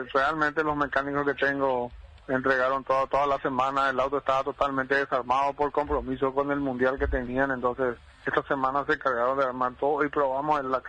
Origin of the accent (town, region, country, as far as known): Coronel Oviedo, Caaguazú, Paraguay